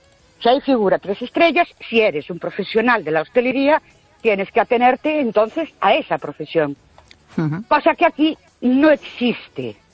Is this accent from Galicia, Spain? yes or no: yes; Ourense, Galicia, Spain; Buenas noches … de Ourense.